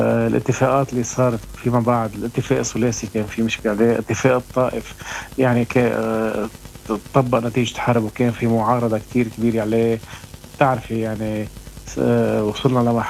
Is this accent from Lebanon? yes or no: yes; Lebanon; ونحن كلبنانيين